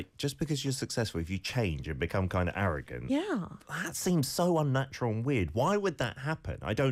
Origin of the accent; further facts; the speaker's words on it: United Kingdom; I am, what can I say? I'm a British gentleman.